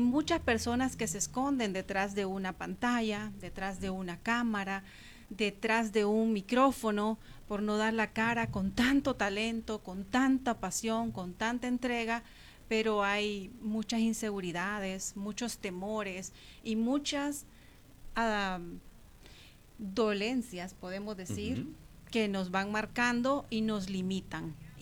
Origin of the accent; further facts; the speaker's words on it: Tegucigalpa, Francisco Morazán, Honduras; Soy de Tegucigalpa, nací en Tegucigalpa y crecí en Tegucigalpa, capitalina 100%, pero amo el campo